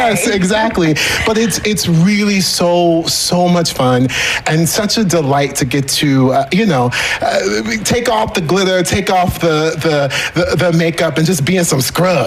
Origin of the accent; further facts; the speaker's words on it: Orlando, Florida, United States; growing up in Orlando, Florida